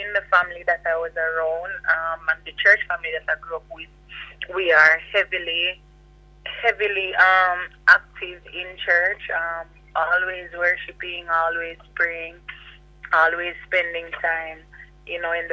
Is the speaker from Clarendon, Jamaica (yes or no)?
no; Goshen, Saint Elizabeth, Jamaica; moved away as an adult; now in Spalding, Jamaica; I'm a country girl. I grew up in St. Elizabeth, and I live in Manchester now.